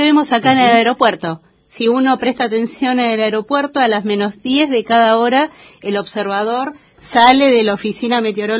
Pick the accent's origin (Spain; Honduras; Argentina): Argentina; Lanús, Buenos Aires Province; moved away; En Buenos Aires, sí, yo soy de Lanús